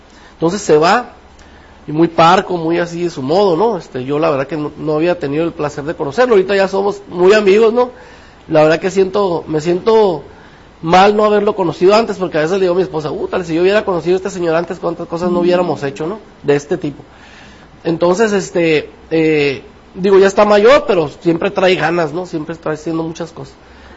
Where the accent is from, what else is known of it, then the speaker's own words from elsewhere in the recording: Mexico; pues yo soy muy mexicano, ¿no?